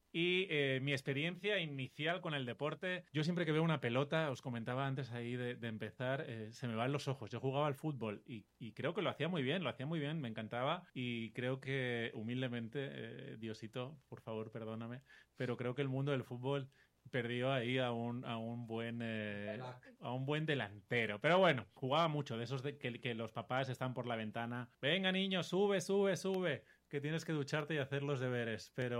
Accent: Spain; Yo, como españolete

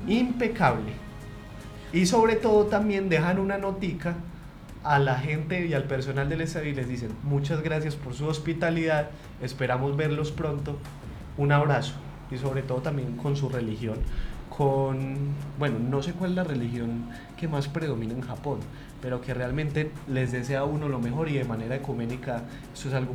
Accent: Colombia; eso es una costumbre asiática muy bonita que debemos de aprender nosotros como colombianos.

